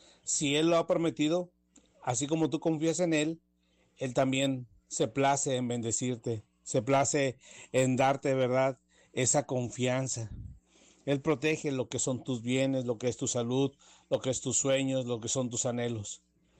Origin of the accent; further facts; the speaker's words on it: Bajío, Mexico; now in Apodaca, Mexico; yo no soy de aquí, de Monterrey. Yo soy oriundo de allá del Bajío